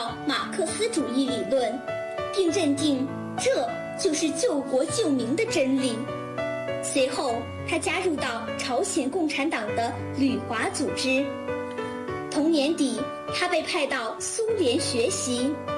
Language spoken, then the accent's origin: Chinese; Dazhou, Sichuan, China; 现在在我的家乡达州市宣汉县城巴山红军公园建立了王维忠纪念馆